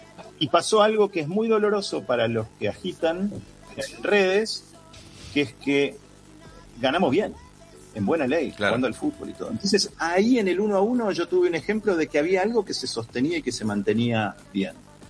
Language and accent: Spanish; Argentina; Es la primera vez en mi vida que digo que soy argentino y que escucho esos vacíos elocuentes.